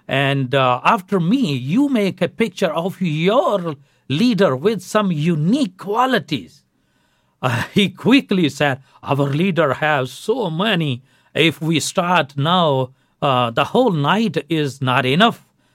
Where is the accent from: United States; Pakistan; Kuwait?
Pakistan; I came from Pakistan